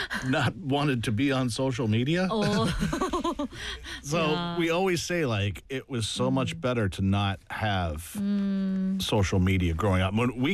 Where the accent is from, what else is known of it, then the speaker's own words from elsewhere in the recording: Canada; moved away; I grew up in Canada